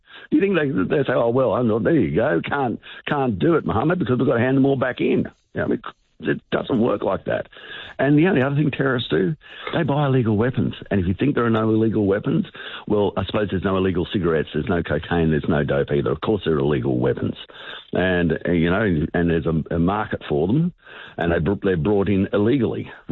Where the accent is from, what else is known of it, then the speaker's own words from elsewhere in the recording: Australia; how I live as an Australian, a big part.